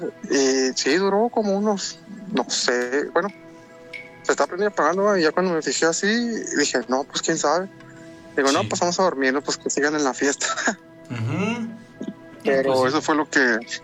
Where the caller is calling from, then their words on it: Tamaulipas, Mexico; Ok, bueno, sí … de Tamaulipas.